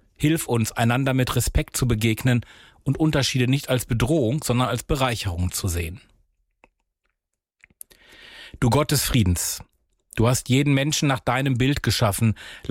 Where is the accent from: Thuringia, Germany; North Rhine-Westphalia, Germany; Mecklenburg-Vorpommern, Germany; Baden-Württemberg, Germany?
North Rhine-Westphalia, Germany; Recklinghausen; auf jeden Fall aber in meiner Heimatstadt im Garten der Religion in Recklinghausen